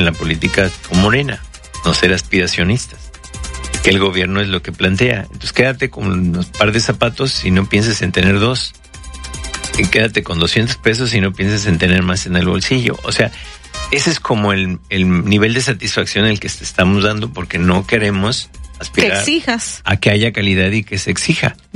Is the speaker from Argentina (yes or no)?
no; Mexico; ese es el tipo de contradicciones que luego tenemos como mexicanos